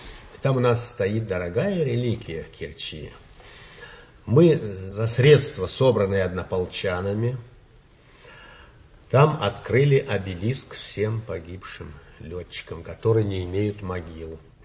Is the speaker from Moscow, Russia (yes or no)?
yes; Moscow, Russia; а мы москвичи.